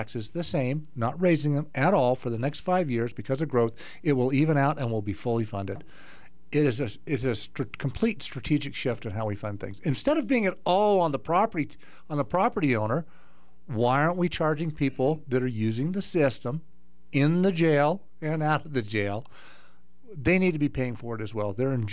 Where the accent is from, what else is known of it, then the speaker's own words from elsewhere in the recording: Nevada, United States; now in Prescott Valley, United States; Where I grew up in Clark County, Nevada, is the same square, it's the same size as Yavapai County.